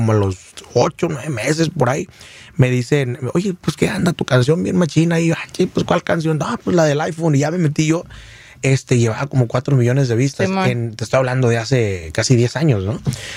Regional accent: Michoacán, Mexico; accent: Michoacán; Así como mi acento michoacano.

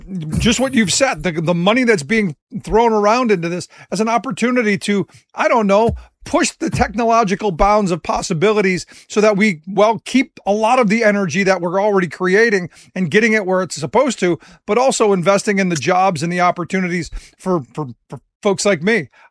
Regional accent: Cleveland, Ohio, United States; No, look, I grew up in Cleveland

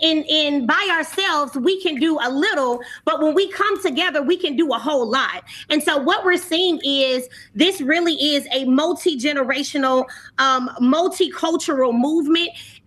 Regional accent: Alabama, United States; I'm from Alabama, so I have to tell you that my father was a pastor.

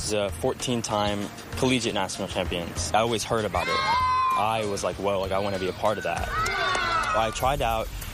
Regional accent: Groves, Texas, United States; I'm from Groves, Texas.

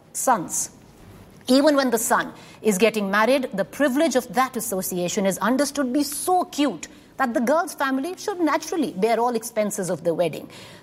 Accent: Haryana, India; I come from Haryana.

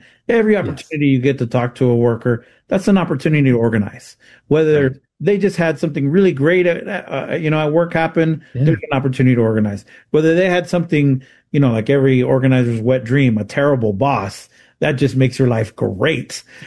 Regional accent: El Paso, Texas, United States

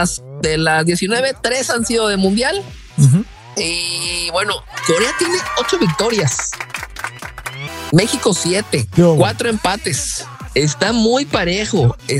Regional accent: Colombia; Parce, que es que pues que todos somos de Colombia.

